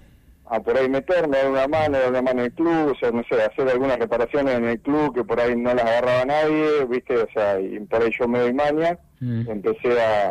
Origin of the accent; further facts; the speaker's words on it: Bahía Blanca, Buenos Aires Province, Argentina; Sí, yo soy de Bahía Blanca. Sí, o sea, hice todas mis formativas allá en Bahía, en el Club Alem.